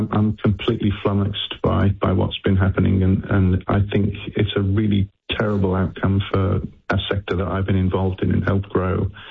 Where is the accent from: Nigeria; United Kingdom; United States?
United Kingdom; Liverpool, North West England; moved away as an adult; now in Australia; Well, you can tell from my accent, I'm not from these parts. I came from Liverpool to Australia